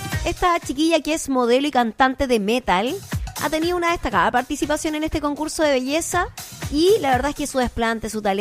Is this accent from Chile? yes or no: yes; Chile; somos chilenos. Y estoy orgullosa de ser chilena.